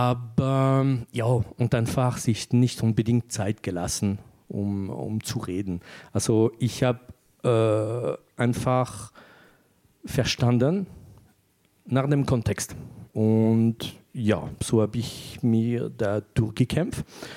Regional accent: France; accent: French; German is a second language; moved away as an adult; now in Germany; um meine Art, Deutsch zu reden und meinen Akzent, also es ist entweder extrem positiv, wenn die Leute verstehen, dass ich Franzose bin

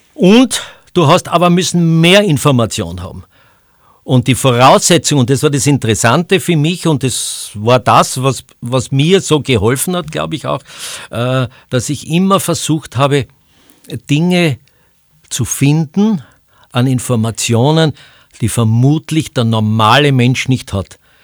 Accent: Graz, Styria, Austria

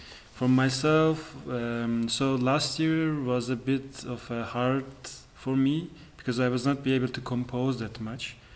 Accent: Istanbul, Turkey; English is a second language; I am 27 years old and I'm coming from Turkey. I'm from Istanbul.

